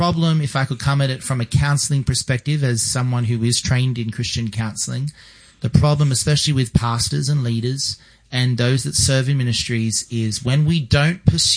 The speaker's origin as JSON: {"language": "English", "country": "Australia", "said": "as an Australian"}